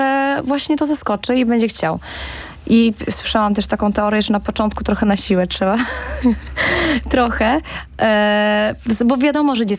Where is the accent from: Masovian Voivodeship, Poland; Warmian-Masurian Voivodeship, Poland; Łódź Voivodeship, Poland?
Warmian-Masurian Voivodeship, Poland; Ja mieszkałam, właśnie pochodzę z małego miasta, z Podolsztyna. Wiesz, najbliższa szkoła muzyczna była właśnie w Olsztynie